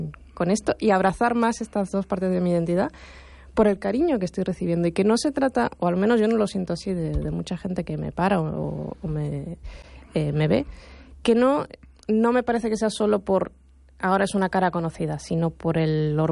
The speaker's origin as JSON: {"language": "Spanish", "town": "A Coruña", "region": "Galicia", "country": "Spain", "tie": "born there", "also_born_or_lived": "Argentina"}